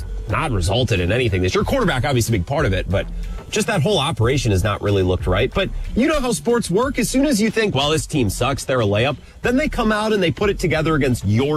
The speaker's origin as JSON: {"language": "English", "region": "Wisconsin", "country": "United States", "tie": "born or raised there", "said": "the pride of Bloomer, Wisconsin, just north of my hometown"}